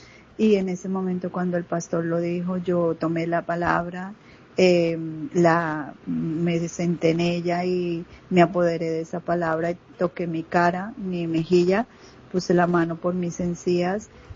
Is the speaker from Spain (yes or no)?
yes; Barcelona, Catalonia, Spain